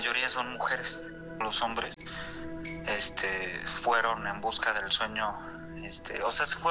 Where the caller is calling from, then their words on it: State of Mexico, Mexico; Del Estado de México.